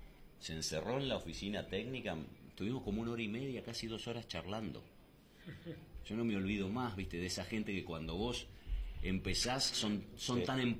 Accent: Lobos, Buenos Aires Province, Argentina; Yo estaba en un programa de deportes en la radio de Lobos, de mi pueblo.

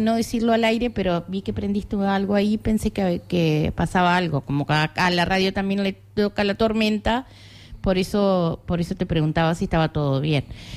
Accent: Uruguay; como uruguayos y uruguayas

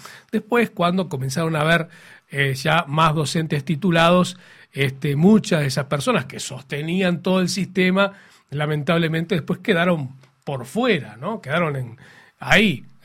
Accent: Uruguay

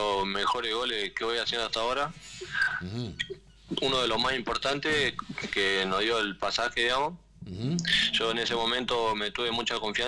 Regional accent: Concordia, Entre Ríos, Argentina; moved away as an adult; now in Salto, Uruguay; Monseñor Roche, acá en Concordia.

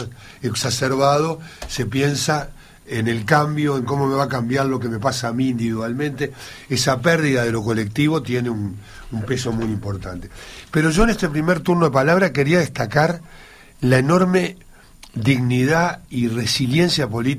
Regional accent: Uruguay; yo como uruguayo estoy pendiente

